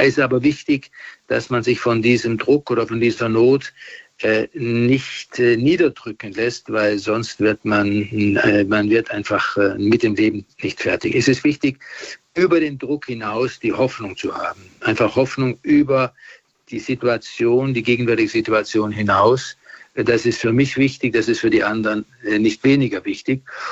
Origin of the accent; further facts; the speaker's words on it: Germany; now in Rome, Italy; Seit ich in Rom bin, bin ich natürlich weiterhin sehr interessiert an meiner Heimat und auch an der katholischen Kirche in Deutschland.